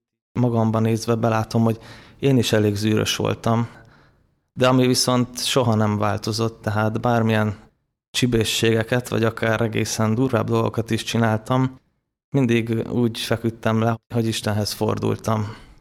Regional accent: Budapest, Hungary; born there; Én Budapesten születtem, egy alapvetően teljesen keresztény családba első gyermekként.

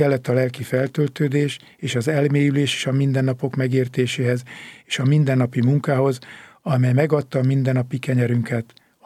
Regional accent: Törökkoppány, Somogy, Hungary; moved away; Emlékszem, szülőfalunkban, Törökkoppányban

